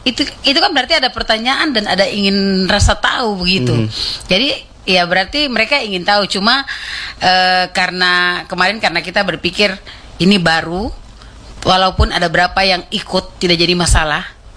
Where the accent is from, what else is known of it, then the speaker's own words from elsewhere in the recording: Southwest Papua, Indonesia; kayak kita suku MOI